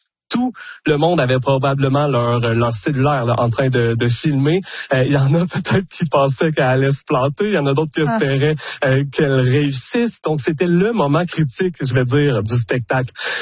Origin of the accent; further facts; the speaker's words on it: Quebec, Canada; nous, en plus, en tant que Québécois